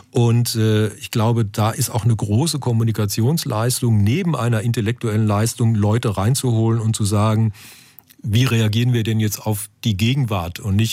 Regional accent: Wiesloch, Baden-Württemberg, Germany; moved away; Weil ich bin ja in Wiesloch aufgewachsen.

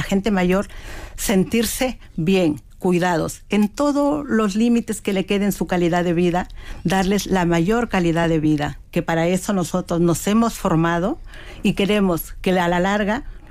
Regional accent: Peru; now in Spain; Soy de Perú.

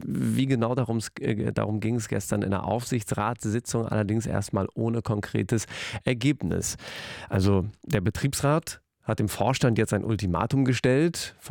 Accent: Emden, Lower Saxony, Germany; ich komme ja gebürtig aus Emden

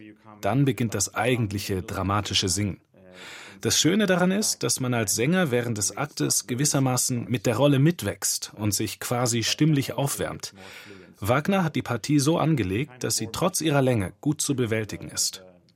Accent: southern Sweden, Sweden; German is a second language; In meiner Heimat an der südschwedischen Küste weht immer ein Wind, selbst dann, wenn offiziell Windstille herrscht.

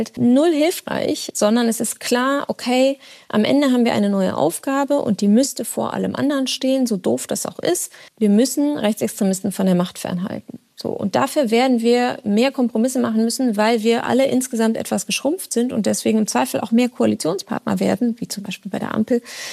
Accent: Rhineland, Germany; weil ich bin ja Rheinländerin

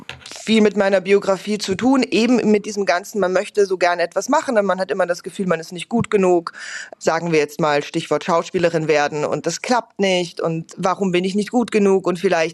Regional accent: Vienna, Austria; ich komme aus Wien, ich schwör's, ja, ich bin da geboren und aufgewachsen, ich klinge nur nicht immer so und das tut mir auch leid.

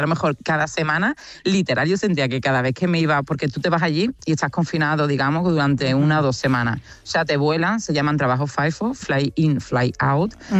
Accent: Cádiz, Andalusia, Spain; yo que soy del sur, yo que soy de Cádiz y que estudio en Sevilla

